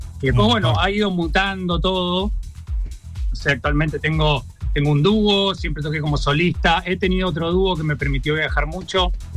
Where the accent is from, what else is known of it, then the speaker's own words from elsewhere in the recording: Comodoro Rivadavia, Chubut, Argentina; Soy de Chubut, de Comodoro Rivadavia. Vine acá, bien.